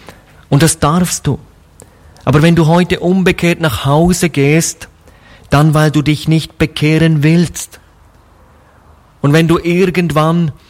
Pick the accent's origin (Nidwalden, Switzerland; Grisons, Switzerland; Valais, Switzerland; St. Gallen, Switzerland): Grisons, Switzerland; Da, wo ich herkomme aus der Schweiz, gibt es eine 284 Meter lange Eisenbahnbrücke, die über eine große Schlucht führt und somit zwei Dörfer, zwei Teile verbindet.